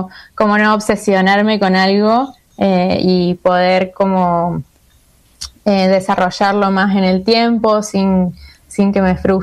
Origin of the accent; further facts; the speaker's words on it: Córdoba, Argentina; Yo soy de Córdoba, que es en el centro del país. Es una zona sin mar y con muchas montañas, rodeado de montañas.